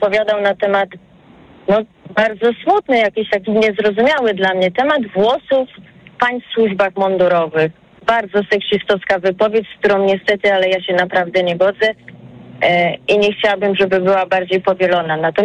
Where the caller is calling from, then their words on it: Ciechocinek, Kuyavian-Pomeranian Voivodeship, Poland; z Ciechocinka, mam 41 lat.